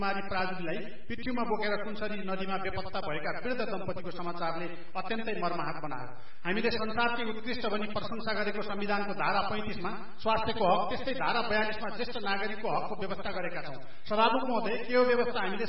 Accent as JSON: {"language": "Nepali", "region": "Sudurpashchim Province", "country": "Nepal", "tie": "born or raised there", "said": "यस्तै मेरो गृह जिल्ला कैलाली लम्पिछुवा नगरपालिका वडा नम्बर 3"}